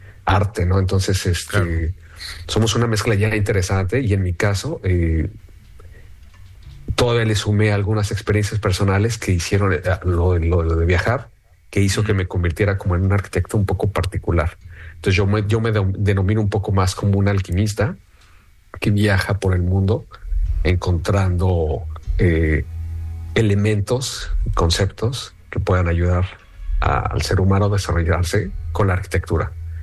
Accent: Guadalajara, Jalisco, Mexico; moved away as an adult; also born or lived in Mexico City; now in France; yo nací en la Ciudad de México, pero realmente toda mi vida me desarrollé más en Guadalajara, así es que me siento más tapatío.

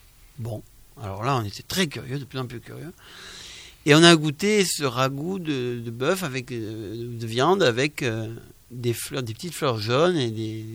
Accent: Hossegor, Nouvelle-Aquitaine, France; now in Saint-Sever, France; Moi, j'ai grandi à Hossegor, je vis maintenant à Saint-Sever en Chalosse, mais j'ai grandi à Hossegor. Et j'ai 42 ans

